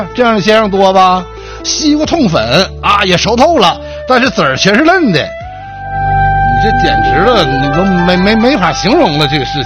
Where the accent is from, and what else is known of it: China